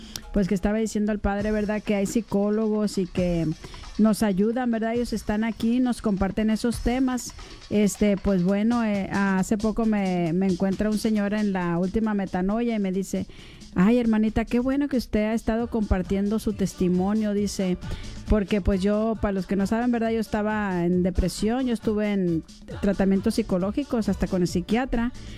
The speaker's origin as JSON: {"language": "Spanish", "country": "Mexico", "said": "soy mexicana, me gusta ir a México"}